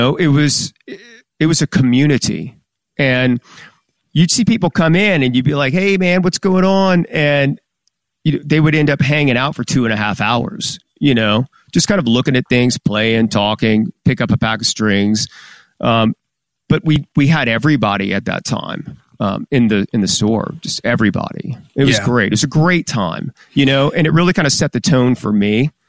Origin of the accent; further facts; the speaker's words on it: Baton Rouge, Louisiana, United States; And then, you know, kind of growing up in Baton Rouge, everybody in my neighborhood was in a band.